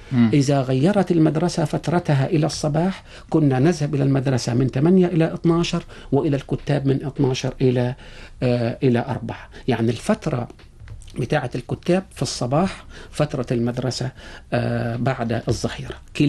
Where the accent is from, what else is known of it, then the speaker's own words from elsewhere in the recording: Monufia Governorate, Egypt; نشأت في قرية فقيرة وبجوارها قرية غنية، وكنا في الوقت اللي هو قبل الإصلاح الزراعي. قريتنا نادر كان فيها عدد من الفلاحين، معظمهم ممن يستأجرون الأرض.